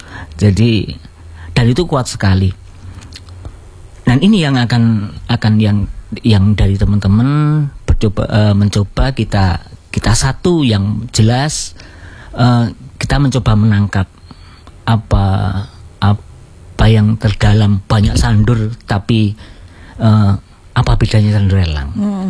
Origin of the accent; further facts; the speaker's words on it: Jember, East Java, Indonesia; karena memang dari kecil sampai kuliah itu di Jember, dari lahir Jember sampai kuliah Jember, minimal dengar bisa.